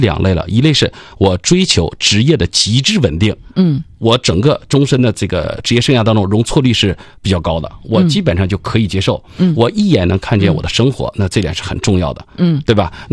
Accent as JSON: {"language": "Chinese", "country": "China", "said": "作为一个中国人的这种自豪，在那一刻是非常非常具象，"}